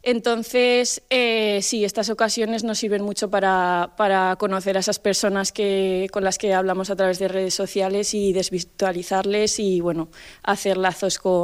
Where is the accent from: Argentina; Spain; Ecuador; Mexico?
Spain; Pozuelo del Campo, Aragon; voy a hacer una jota navarra que cantaba mi abuelo en la romería de mi pueblo, que es Pozuelo del Campo.